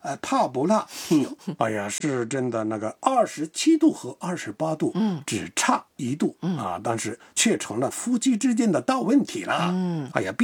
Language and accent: Chinese; Japan; Chinese is a second language; 我作为一个日本人非常感谢。